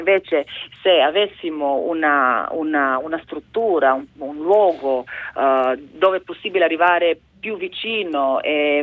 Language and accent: Italian; Lucija, Slovenia; Per me personalmente, che sono di Santa Lucia.